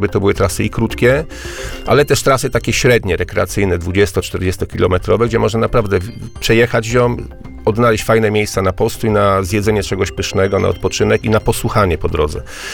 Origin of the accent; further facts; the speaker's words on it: Warsaw, Masovian Voivodeship, Poland; ja nie jestem z Warki, jestem z Warszawy.